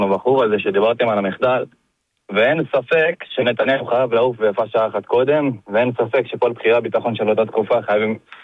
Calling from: Rishon LeZion, Central District, Israel; אני מראשון לציון.

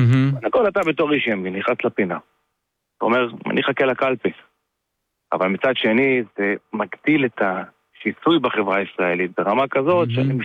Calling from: Krayot, Haifa District, Israel; מהקריות, מה קורה?

